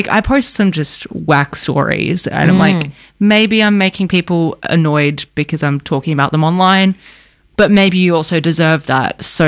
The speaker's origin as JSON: {"language": "English", "country": "Australia", "said": "we're from Australia."}